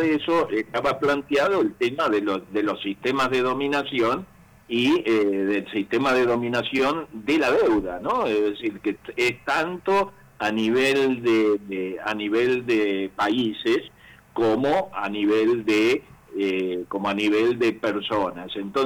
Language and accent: Spanish; San Francisco, Córdoba, Argentina; born there; yo soy cordobés.